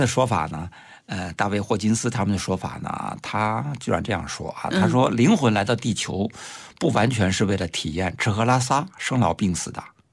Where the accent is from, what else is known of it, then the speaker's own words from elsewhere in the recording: China; 我们中国人说的风水